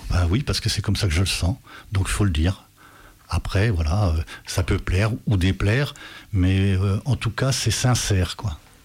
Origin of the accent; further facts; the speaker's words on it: Grez, Bourgogne-Franche-Comté, France; now in Beaujolais, France; Et puis les vicissitudes de la vie ont fait que j'ai changé de région. J'étais originaire de Grez, en Haute-Saône, et j'ai débarqué ici dans le Beaujolais.